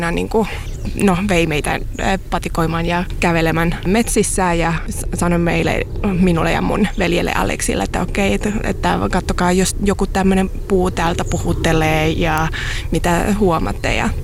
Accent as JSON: {"language": "Finnish", "region": "Mexico City", "country": "Mexico", "tie": "born or raised there", "moved": "as an adult", "lives_now": "Helsinki, Finland", "said": "mä oon itse syntynyt ja kasvanut Mexico Cityssä. Mun isä on meksikolainen ja mun äiti on suomalainen. Ja mä asuin Mexico Cityssä, joka on hyvin, hyvin betonimainen kaupunki."}